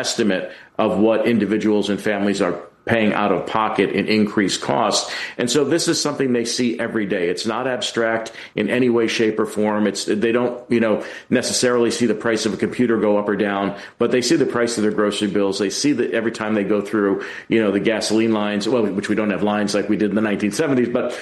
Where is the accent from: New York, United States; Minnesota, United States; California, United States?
New York, United States; Buffalo; accent: Buffalo; my Buffalo accent just came out